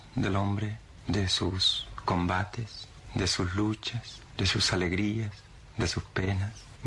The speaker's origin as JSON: {"language": "Spanish", "country": "Chile"}